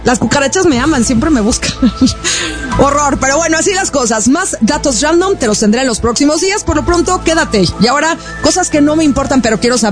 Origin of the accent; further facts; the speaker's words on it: Sinaloa, Mexico; yo soy de Sinaloa